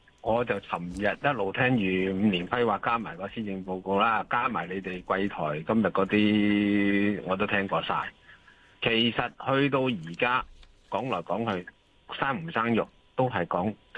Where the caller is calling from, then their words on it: Hong Kong; 我哋如果土生土长嘅香港人